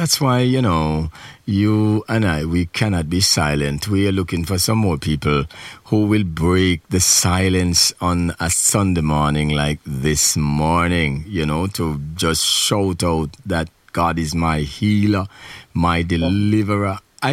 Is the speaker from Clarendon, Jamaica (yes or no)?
yes; Hayes, Clarendon, Jamaica; I'm not from any bush. I'm from the rural city of Hayes in Clarendon, Jamaica, West Indies. Savannah District. I'm from Savannah District.